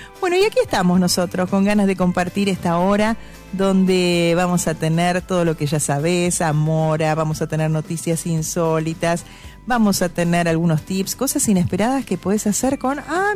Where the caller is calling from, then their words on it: Paraná, Entre Ríos, Argentina; Hola Andrea … de Paraná, Entre Ríos.